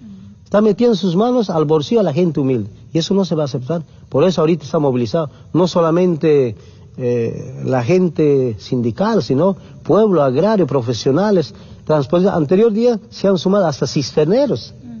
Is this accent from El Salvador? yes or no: no; Bolivia